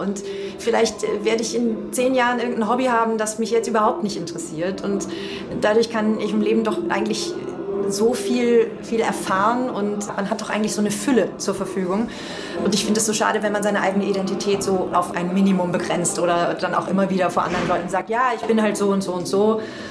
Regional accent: Germany; now in Austria; Also man wurde teilweise auf offener Straße als Piefke beschimpft, wenn die Leute gehört haben, dass man Bundesdeutsch spricht.

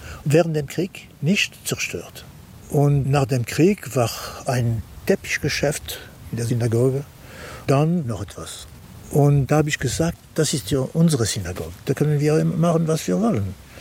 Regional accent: Luxembourg; Wir sind Luxemburger mit jüdischer Religion.

